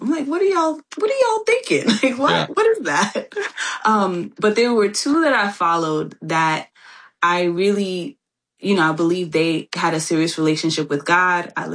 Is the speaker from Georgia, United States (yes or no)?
no; Bronx, New York, United States; Ooh, well, I am from the Bronx, New York, still living here.